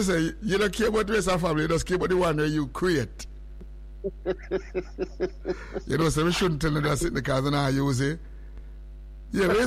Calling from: Jamaica; I'm a Jamaican.

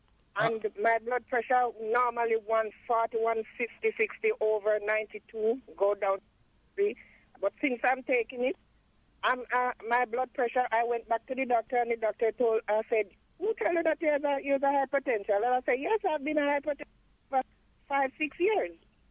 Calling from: Margate, Florida, United States; I'm in Hollywood now at work, but I live in Margate.

